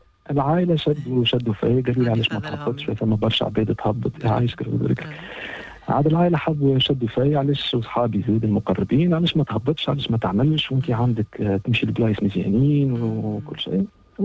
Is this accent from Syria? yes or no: no; Tunisia; انا ولد تونس وكان من غير شعب تونس على شنو باش نغير